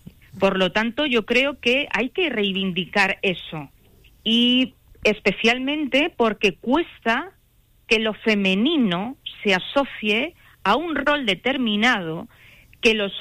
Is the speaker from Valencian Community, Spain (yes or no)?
no; Andalusia, Spain; now in Madrid, Spain; Pero actualmente, como yo digo, soy una manchega cordobesa errante y actualmente vivo en Madrid.